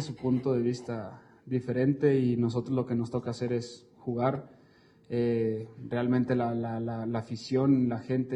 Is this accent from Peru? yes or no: no; Mexico; somos mexicanos